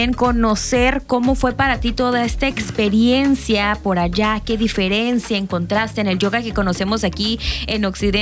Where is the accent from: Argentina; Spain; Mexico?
Mexico